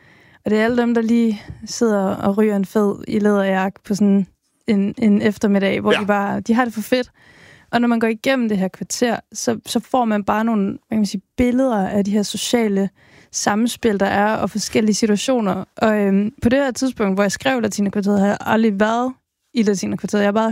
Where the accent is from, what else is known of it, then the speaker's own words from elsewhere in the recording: Region of Southern Denmark, Denmark; Jeg er sønderjyde